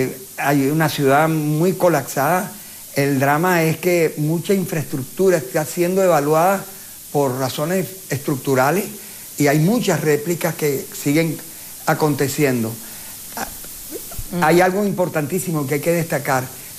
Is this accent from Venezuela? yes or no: yes; Venezuela; muchísimas gracias a ustedes por estar pendiente de ese horrorosa situación que está sucediendo en mi país.